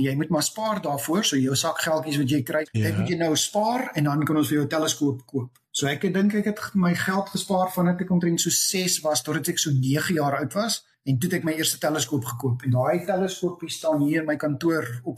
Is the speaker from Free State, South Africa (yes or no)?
no; Brackenfell, Western Cape, South Africa; ek is maar in noordelike voorstede Kaapstad kind. Ek is gebore in Huisnaam, maar my maale het getrek Brackenfell toe ek omtrent so 2 jaar oud is. En ek het my hele lewe lank in Brackenfell spandeer. Skool gegaan, Brackenfell Laerskool, Brackenfell Hoërskool.